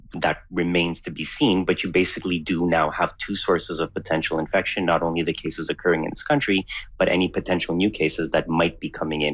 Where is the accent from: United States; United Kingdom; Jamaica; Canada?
Canada